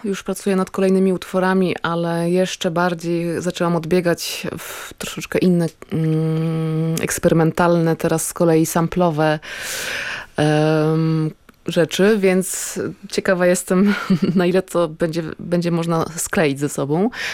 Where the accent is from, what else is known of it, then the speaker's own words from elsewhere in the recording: Masovian Voivodeship, Poland; Ja się czuję, że jestem dziewczyną z Mazowsza.